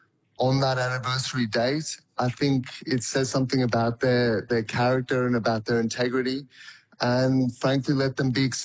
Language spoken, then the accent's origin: English; Australia; We're Australian Jews and we advocate for our community and we express our views, our criticisms and our support.